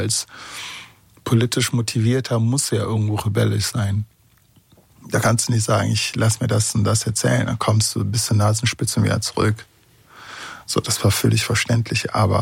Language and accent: German; Bonn, North Rhine-Westphalia, Germany; aber auch dann als Zaungast und als Bonner und dann heißt es, da war was und die haben das und das gesagt